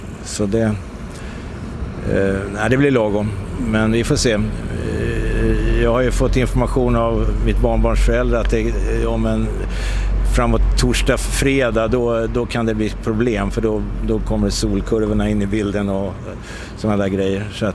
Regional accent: Gnesta, Södermanland, Sweden; Vi kommer ifrån Gnesta.

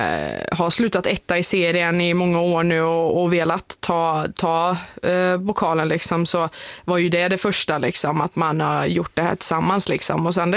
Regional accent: Skövde, Västra Götaland County, Sweden; born there; moved away as an adult; familj och vänner hemma i Skövde

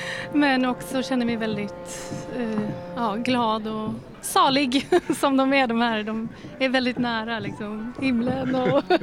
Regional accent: Åland, Finland; ska vara hemma på Åland där jag kommer ifrån.

